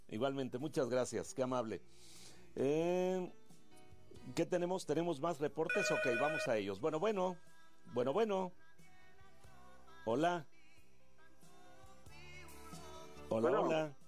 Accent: Morelos, Mexico; yo soy de Morelos, somos casi paisanos

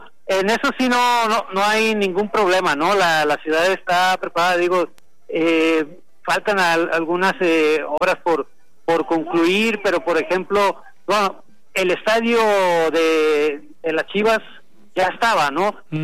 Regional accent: Acapulco, Guerrero, Mexico; now in Guadalajara, Mexico; yo soy de Acapulco

